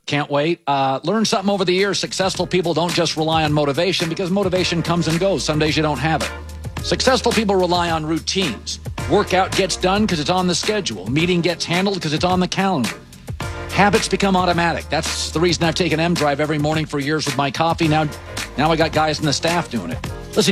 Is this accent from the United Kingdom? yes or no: no; Pacific Northwest, United States; When I was a kid growing up in the Northwest, the Huskies, tequila, Remember